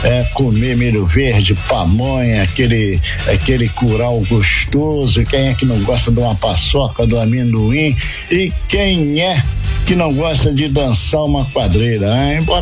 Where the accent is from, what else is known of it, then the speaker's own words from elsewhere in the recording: Brazil; nós aqui somos do Brasil e nós torcemos pelo Brasil